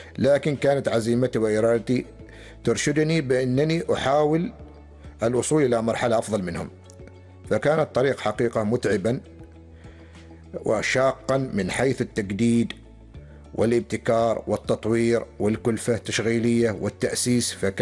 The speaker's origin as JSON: {"language": "Arabic", "country": "Oman", "said": "نحن كعمانيين شابين وشابات"}